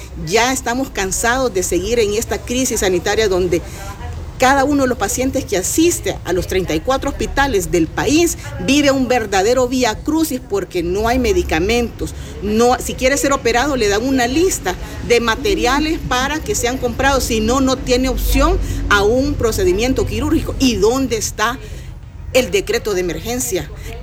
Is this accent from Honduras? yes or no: yes; Honduras; como pueblo hondureño que somos